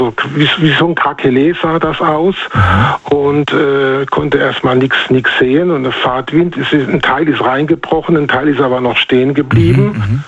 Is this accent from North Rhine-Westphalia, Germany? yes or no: yes; North Rhine-Westphalia, Germany; aus dem Rhein-Sieg-Kreis.